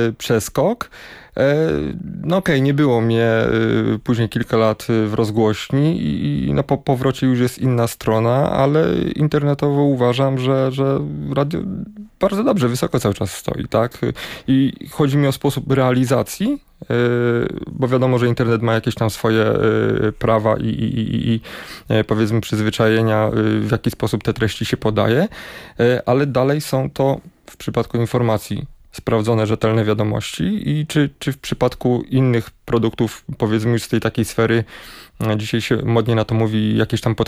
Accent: Piotrków Trybunalski, Łódź Voivodeship, Poland; w Piotrkowie Trybunalskim, z którego pochodzę

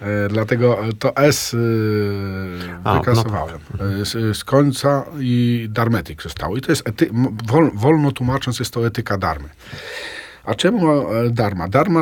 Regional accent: Aleksandrów Łódzki, Łódź Voivodeship, Poland; Ja Ozorków, ale tymczasowo, że tak powiem, służbowo, bo ogólnie zawsze byłem, jestem i będę z Aleksandrowa Łódzkiego.

